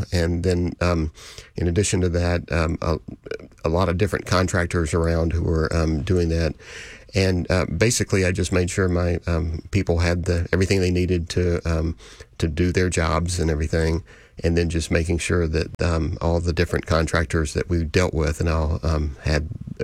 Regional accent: Mississippi, United States; now in Houston, United States; And I grew up in Mississippi.

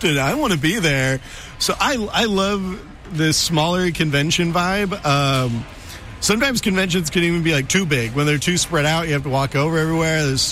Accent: Sugar Land, Texas, United States; also born or lived in Houston; I'm from Houston. I grew up in Sugar Land

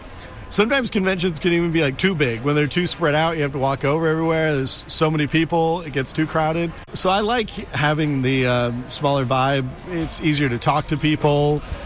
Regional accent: Sugar Land, Texas, United States; I'm from Houston. I grew up in Sugar Land

